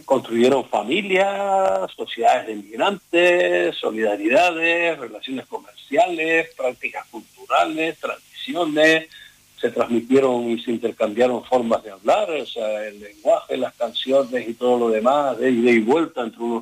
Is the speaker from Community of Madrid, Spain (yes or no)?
no; Canary Islands, Spain; en mi pueblo, por ejemplo, sin Baleo y en muchos otros de Canarias